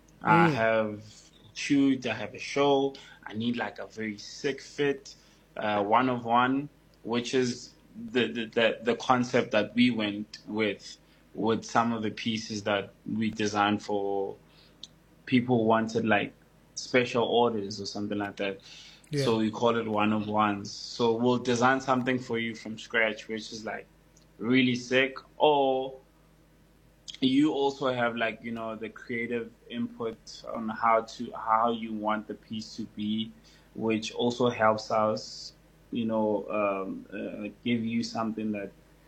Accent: Durban, KwaZulu-Natal, South Africa; I have a lot of kids from, you know, my background, from the hood. I'm from Durban.

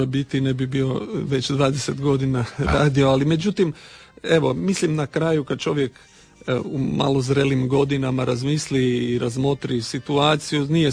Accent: Istria County, Croatia; mogu reći da sam i kao Istrijan i ponosan na to.

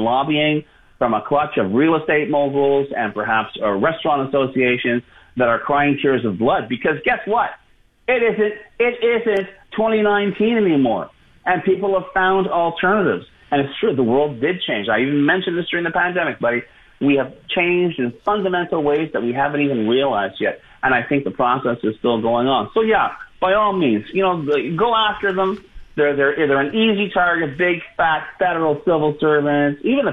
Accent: Montreal, Quebec, Canada

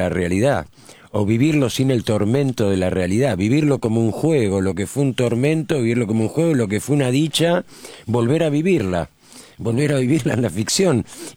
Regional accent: Buenos Aires, Argentina; born there; Villa Pueyrredón nací

